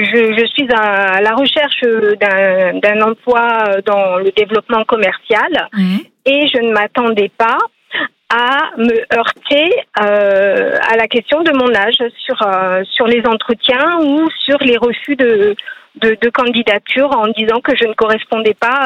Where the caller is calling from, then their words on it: Perpignan, Occitanie, France; De Perpignan